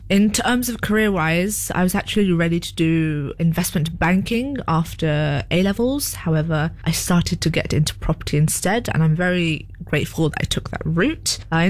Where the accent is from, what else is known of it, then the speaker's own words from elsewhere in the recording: United Kingdom; born there; I'm a British-born Nepali. Mero mommy din Shrestha Hununta, and … So yes, I am intercaste core baby.